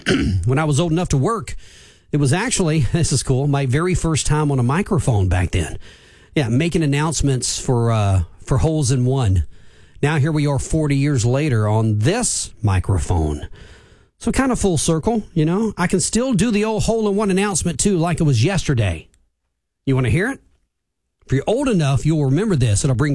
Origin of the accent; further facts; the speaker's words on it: Groves, Texas, United States; growing up in Groves.